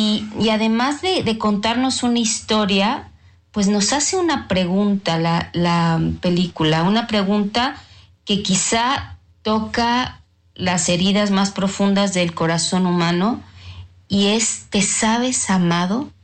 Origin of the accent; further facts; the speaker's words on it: Mexico; como los mexicanos somos muy competitivos